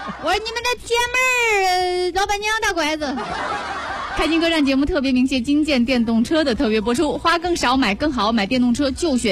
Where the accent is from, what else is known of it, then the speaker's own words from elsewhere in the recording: Xuzhou, Jiangsu, China; 你这就为什么要恶心我们徐州人？